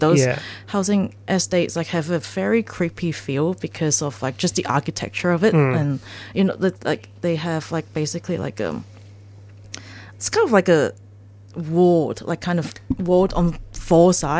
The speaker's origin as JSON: {"language": "English", "country": "Hong Kong", "tie": "born or raised there", "said": "growing up in Hong Kong, like, the, like, really, the older, like, public housing estate"}